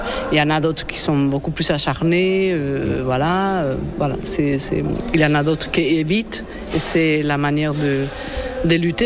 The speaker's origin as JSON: {"language": "French", "town": "Madrid", "region": "Community of Madrid", "country": "Spain", "tie": "born or raised there", "said": "j'ai fait un flashback dans ma jeunesse à Madrid, où en effet, je m'étais chaussée ces patins à roulettes dans les années 80"}